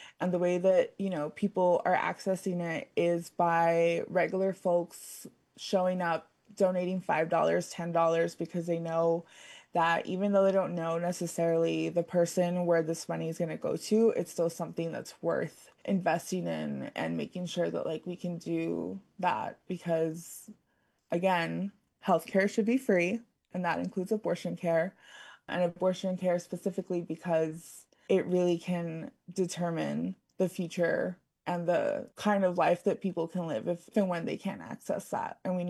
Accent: Texas, United States; I'm from the Rio Grande Valley, and so moved back there after college.

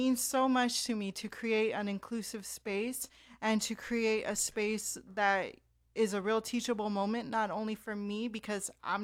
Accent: Texas, United States; now in Austin, United States; But, I mean, I'm a transplant. Yep. You know, I'm from the Rio Grande Valley, and I'd like to think that I am elevating the community and the rap scene.

